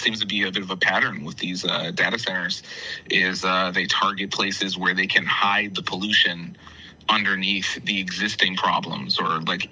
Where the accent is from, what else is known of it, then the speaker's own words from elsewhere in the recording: Edmonton, Alberta, Canada; also born or lived in Toronto / Montreal; now in Hamilton, Canada; I've lived all over Canada. I grew up in Edmonton. I lived in Toronto for 7 years. I lived in Montreal